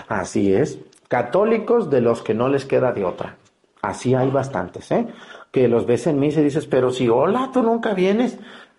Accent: Mexticacán, Jalisco, Mexico; yo de niño aprendí en Mexicacán, cuando me llevaba mi abuela a rezar rosarios de los muertos

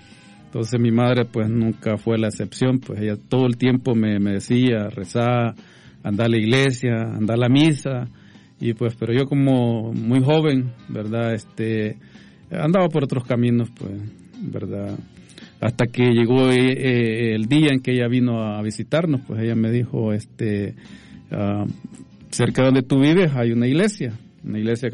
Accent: Cuscatlán, El Salvador; moved away as an adult; soy salvadoreño, vengo de un cantón, no decir que vengo de un pueblo de la ciudad, porque no es así, ¿verdad? Vengo de un cantón que se llama El Espinal, en el departamento de Cuscatlán.

